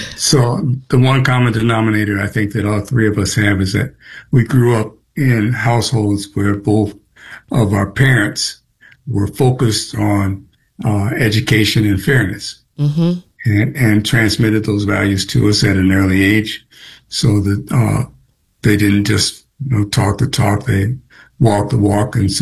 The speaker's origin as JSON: {"language": "English", "town": "Cleveland", "region": "Ohio", "country": "United States", "tie": "born or raised there", "also_born_or_lived": "Shaker Heights", "said": "I was born in Cleveland."}